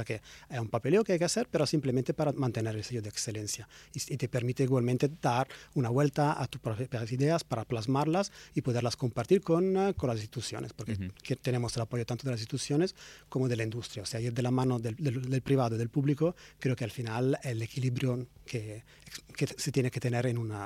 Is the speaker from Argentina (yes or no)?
no; Italy; Spanish is a second language; now in Tenerife, Spain; porque yo vengo de Italia, o sea que traigo el know-how